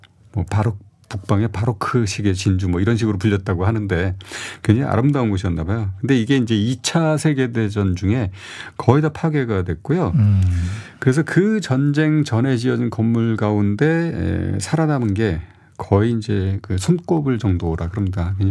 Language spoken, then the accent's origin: Korean; Seoul, South Korea; 제가 사실은 어린 시절을 성수동에서 보냈습니다.